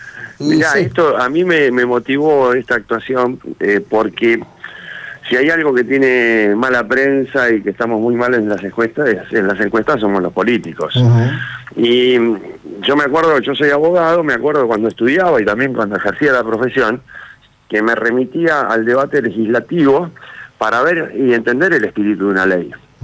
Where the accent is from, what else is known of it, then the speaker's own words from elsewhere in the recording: Río Negro, Argentina; Yo soy de Río Negro, y tuvimos usurpaciones de campo, también ocurrió lo mismo en Entre Ríos.